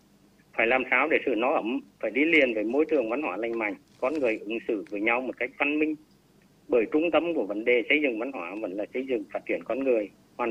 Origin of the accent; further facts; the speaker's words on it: Hà Tĩnh, Vietnam; Ở xã quê tôi, một xã nông thôn mới của tỉnh Hà Tĩnh